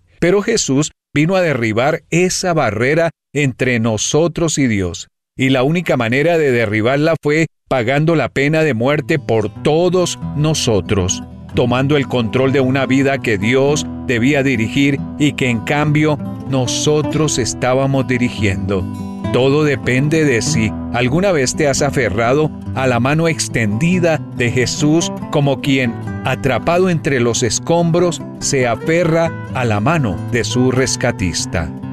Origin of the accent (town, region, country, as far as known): New York City, New York, United States